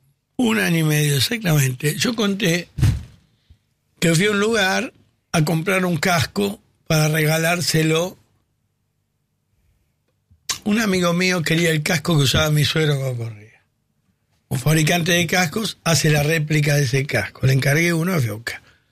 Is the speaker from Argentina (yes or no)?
yes; Argentina; Porque acá te dicen que ya Kirchner, no, soy argentino.